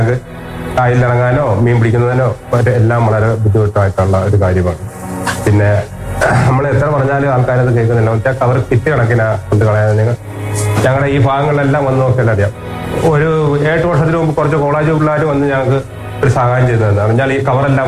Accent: Kochuthuruthu, Kerala, India; ഞാൻ ഈ കൊച്ചുതുരുത്തില് ജനിച്ചു വളർന്നതാണ്. ഞാൻ 1973 ജനിച്ചതാണ്.

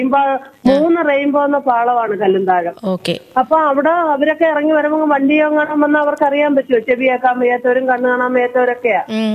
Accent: Oachira, Kerala, India; moved away as an adult; now in Kallumthazham, India; ഓച്ചിറയാണ് നമ്മൾ ജനിച്ചു വളർന്നിടം കെട്ടിക്കൊണ്ടു വന്നെയാണ് ഇവിടെ.

